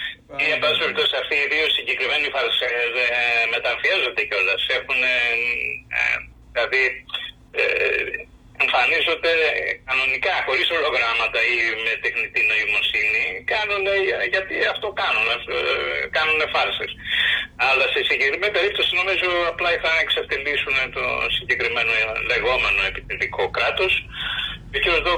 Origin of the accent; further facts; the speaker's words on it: Xanthi, Eastern Macedonia and Thrace, Greece; στον Εχίνο, στην πατρίδα μου εκεί στην Ξάνθη.